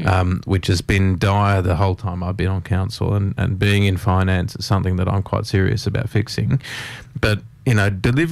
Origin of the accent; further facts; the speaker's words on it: Hunters Hill, New South Wales, Australia; also born or lived in Queensland; when I came back from Queensland, I sort of, all my mates had gone from Hunters Hill, they'd all left.